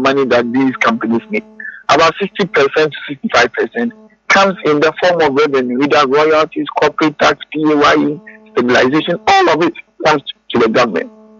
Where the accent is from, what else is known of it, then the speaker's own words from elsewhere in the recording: Ghana; we are all Ghanaian.